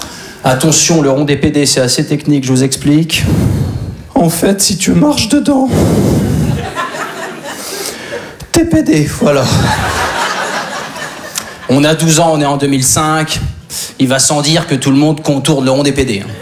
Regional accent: Normandy, France; Alors moi, je suis originaire de Basse-Normandie.

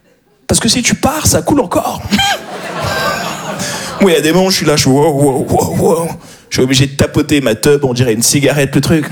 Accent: Paris, Île-de-France, France; Je suis un Parisien, voilà ce que je suis.

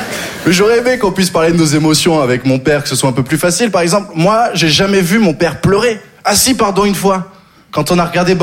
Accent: Occitanie, France; Je viens du Sud, j'ai grandi dans le Gard. Le Gard, vous connaissez?

